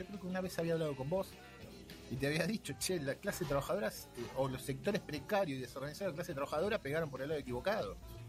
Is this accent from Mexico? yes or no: no; Mar del Plata, Buenos Aires Province, Argentina; yo soy de Mar del Plata